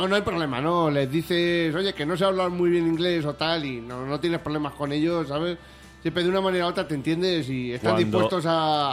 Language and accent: Spanish; Castilla-La Mancha, Spain; hemos dicho que somos de Castilla-La Mancha o somos del sur de Madrid, de más abajo.